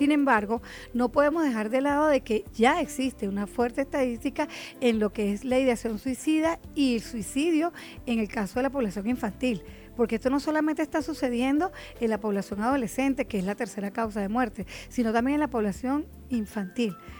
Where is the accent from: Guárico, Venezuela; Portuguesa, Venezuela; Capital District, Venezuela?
Capital District, Venezuela; Caracas; moved away as an adult; now in Mérida, Venezuela; yo estoy en Mérida, y bueno, yo me fui a Mérida a estudiar el fenómeno hace ya varios años, y de hecho me radiqué en Mérida a pesar de que soy de Caracas.